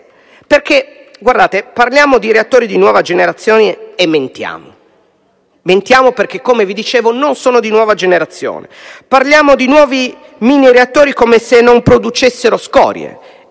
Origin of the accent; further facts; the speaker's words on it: Piedmont, Italy; io sono piemontese e le conosco bene